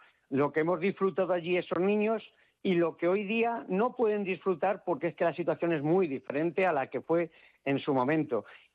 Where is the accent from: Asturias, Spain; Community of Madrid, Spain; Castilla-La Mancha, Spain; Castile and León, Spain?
Community of Madrid, Spain; Villamanta; Yo ya tengo una edad y he conocido mi pueblo, me han traído al mundo en Villamanta uh-huh. y me he criado toda mi vida en Villamanta.